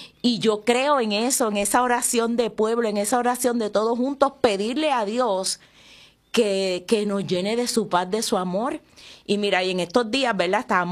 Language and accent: Spanish; Aguadilla, Puerto Rico